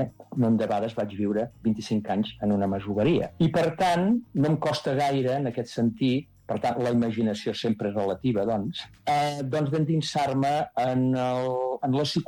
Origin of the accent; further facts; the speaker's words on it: Taradell, Catalonia, Spain; moved away as an adult; havia estat, doncs, en fi, vivint fins als 25 anys en una masoveria, que és la masoveria familiar